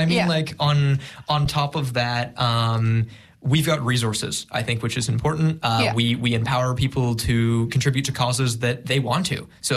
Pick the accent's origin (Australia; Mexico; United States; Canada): Canada; now in New Zealand; Being Canadian